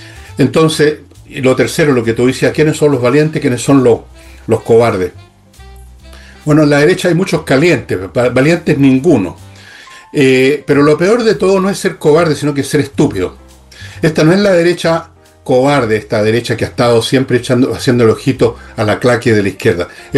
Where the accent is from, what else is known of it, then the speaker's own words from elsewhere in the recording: Chile; aquí somos serios, los chilenos somos serios, los políticos somos serios